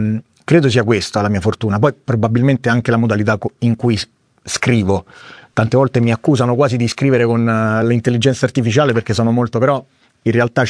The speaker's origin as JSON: {"language": "Italian", "town": "Rome", "region": "Lazio", "country": "Italy", "accent": "Roman", "said": "Però vengo da Centocelle, quindi noi a Centocelle lì parlano proprio, quindi io mi trattengo"}